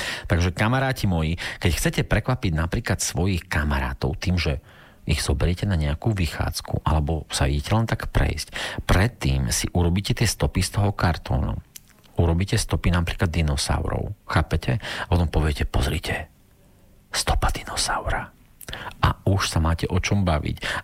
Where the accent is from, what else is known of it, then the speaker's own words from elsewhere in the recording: Bardejov, Prešov Region, Slovakia; ja som vám hovoril, že teda pochádzam z Bardejova, že Bardejov teda bolo také obuvnícke mesto